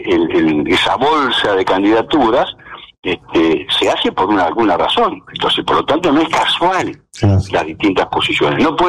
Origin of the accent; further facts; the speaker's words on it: Entre Ríos, Argentina; Eso somos los entrerrianos y eso somos los radicales en Entre Ríos.